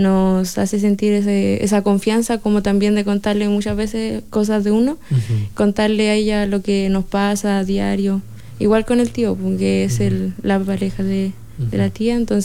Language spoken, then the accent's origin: Spanish; Teodoro Schmidt, Araucanía, Chile; yo soy de un sector rural, de allá de la comuna de Teodoro Schmidt. Soy de Puyehue, se llama el sector.